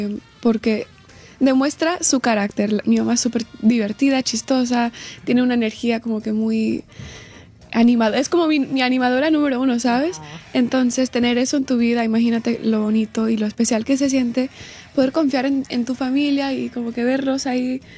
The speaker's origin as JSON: {"language": "Spanish", "town": "Los Angeles", "region": "California", "country": "United States", "tie": "born or raised there", "said": "Y aún es más especial porque empiezo en Los Ángeles, aww, que es donde yo nací, es donde yo crecí."}